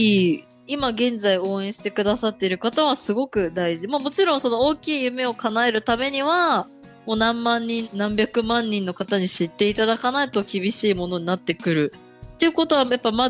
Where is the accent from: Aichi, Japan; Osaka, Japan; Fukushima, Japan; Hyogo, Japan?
Aichi, Japan; Nagoya; 私地元が愛知県、名古屋なんですけど